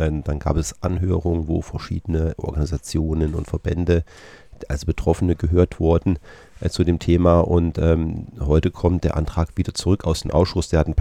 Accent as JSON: {"language": "German", "region": "Thuringia", "country": "Germany", "said": "Ich komme aus dem Wartburgkreis"}